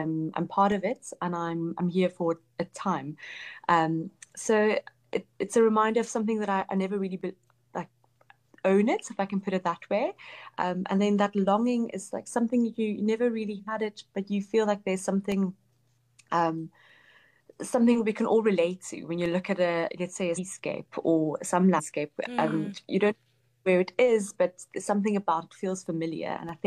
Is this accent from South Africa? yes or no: yes; South Africa; Even though I grew up in South Africa, there's always that question of sense of belonging.